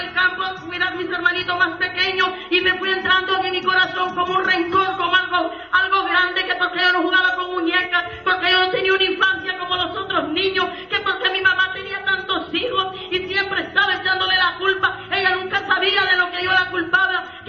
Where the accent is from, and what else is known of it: El Salvador; born or raised there; moved away as an adult